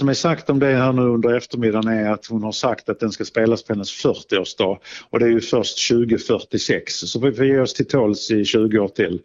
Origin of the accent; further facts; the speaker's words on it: Skurup, Skåne, Sweden; När jag var liten så lyssnade vi mycket på Radio Kristianstad hemma i Skurup där jag bodde.